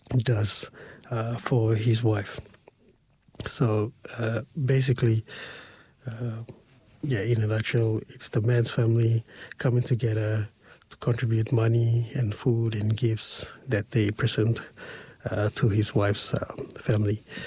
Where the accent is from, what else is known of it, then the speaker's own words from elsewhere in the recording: Papua New Guinea; Oh, I'm from Papua New Guinea. Oh, and, they can relate. So I think for Papua New Guinea out there, it's kind of good.